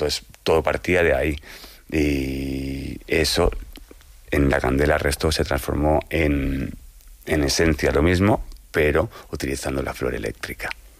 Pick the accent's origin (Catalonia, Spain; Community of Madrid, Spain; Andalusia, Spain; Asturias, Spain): Community of Madrid, Spain; Brunete; also born or lived in Carabanchel; Porque yo me crié allí. O sea, yo pasé de Carabanchel hasta luego me crié en Brunete.